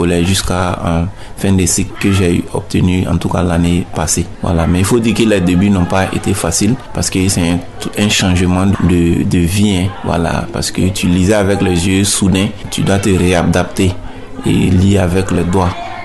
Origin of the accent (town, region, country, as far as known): Burkina Faso